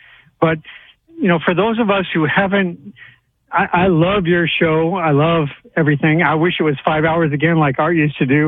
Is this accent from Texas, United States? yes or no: no; Sedona, Arizona, United States; I grew up in Sedona, Arizona.